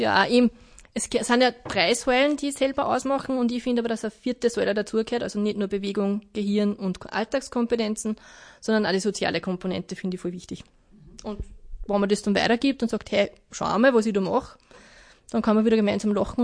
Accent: Upper Austria, Austria; moved away as an adult; now in Mühlviertel, Austria; Ja, ich bin ursprünglich aus dem Hausruckviertel und gar nicht aus Gallnerkirchen. Mich hat die Ausbildung ins Mühlviertel gebracht.

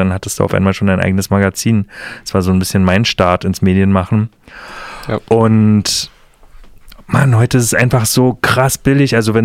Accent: Germany; now in Dresden, Germany; ich bin in der DDR groß geworden

